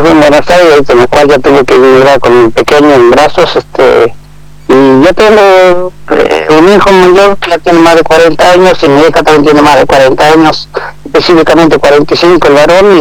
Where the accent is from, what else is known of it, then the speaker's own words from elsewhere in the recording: Rinconada, Jujuy, Argentina; also born or lived in Buenos Aires; trabajaba cuando vine del departamento de Rinconada, San Salvador de Jujuy, yo iba a la escuela nocturna.